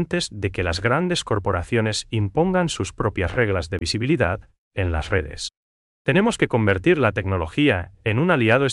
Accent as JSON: {"language": "Spanish", "country": "Paraguay", "said": "ese toque humano y artesanal que nos caracteriza, como paraguayos."}